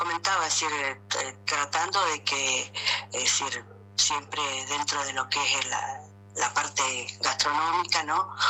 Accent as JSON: {"language": "Spanish", "town": "Zapala", "region": "Neuquén", "country": "Argentina", "said": "soy la única de acá, soy la única de Zapala"}